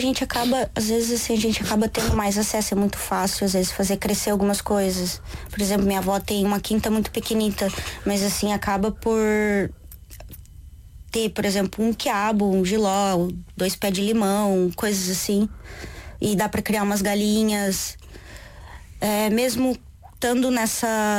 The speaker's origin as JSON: {"language": "Portuguese", "country": "Brazil", "tie": "born or raised there", "also_born_or_lived": "São Paulo (state) / Paraná", "moved": "as an adult", "lives_now": "Portugal", "said": "eu venho do Paraná, é um tipo de cultura, mas cresci no interior, que aí é outro tipo de cultura"}